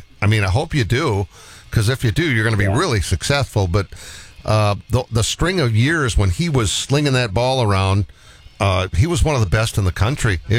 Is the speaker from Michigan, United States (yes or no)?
yes; Adrian, Michigan, United States; We're, you know, growing up in Adrian, which, by the way, is home of, I talk about this a lot on this show, that's one of my favorite little golf courses in this region.